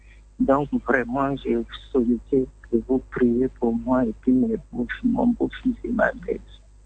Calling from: Angers, Pays de la Loire, France; Je vous appelle d'Angers.

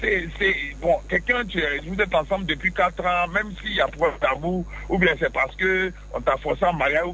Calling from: Abidjan, Côte d’Ivoire; j'appelle d'Abidjan.

